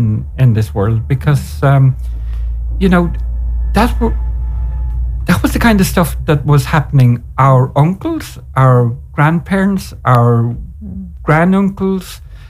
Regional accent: Ireland

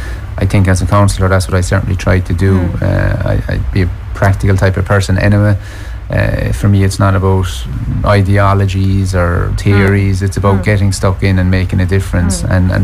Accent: Cork, Munster, Ireland; Growing up in Cork

